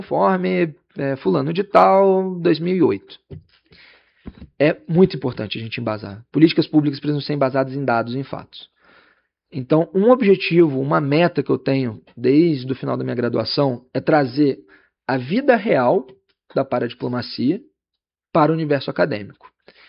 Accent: Niterói, Rio de Janeiro, Brazil; Sou um fã do Eduardo Paes, sou de Niterói, mas enfim, sou fã.

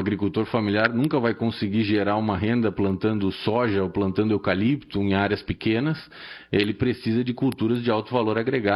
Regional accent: Rio Grande do Sul, Brazil; todo o vale do Taquari, do vale da cidade de Santa Cruz, do Rio, é meu estado natal

